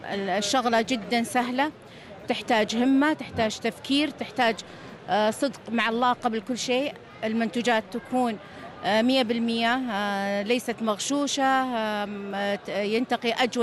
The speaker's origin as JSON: {"language": "Arabic", "country": "Saudi Arabia", "said": "بريحة العطور الشرقية العربية يعني المستمرة عندنا في المملكة العربية السعودية، وهذا فخر أولا لدولتنا"}